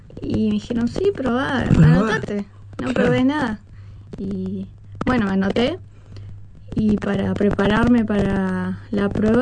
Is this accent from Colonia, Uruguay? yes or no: yes; Colonia, Uruguay; moved away as an adult; now in Montevideo, Uruguay; Sí, yo soy de Colonia.